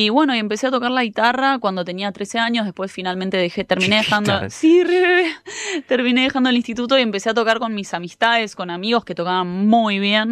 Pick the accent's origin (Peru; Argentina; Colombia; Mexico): Argentina; Necochea, Buenos Aires Province; now in Buenos Aires, Argentina; Y me fui cuando era muy chiquita y viví toda mi vida allá, mi infancia, adolescencia, y me considero, sí, soy Necochea.